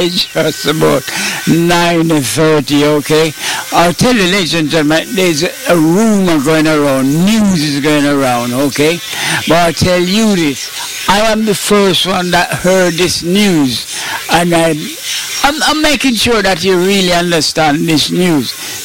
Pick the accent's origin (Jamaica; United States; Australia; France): Jamaica; I'm Jamaican